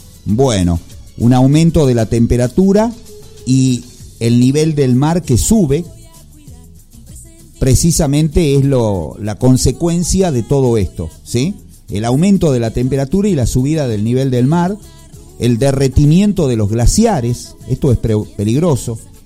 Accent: Argentina; así como nosotros tenemos nuestros argentinismos en nuestro idioma español

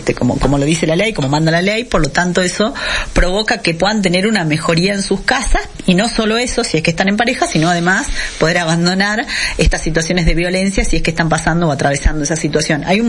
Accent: Animaná, Salta, Argentina; yo soy de los Valles Cachaquíes

